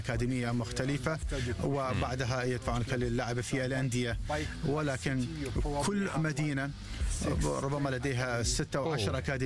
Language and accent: Arabic; France; أنا شخصيا تربيت في فرنسا